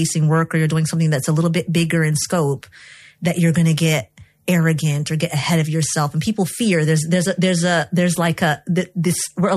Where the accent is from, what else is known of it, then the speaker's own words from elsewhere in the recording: Egypt; moved away as an adult; also born or lived in United States; because I grew up in Egypt, this is a primarily Muslim environment that I was in. Then when I went to the U.S. for college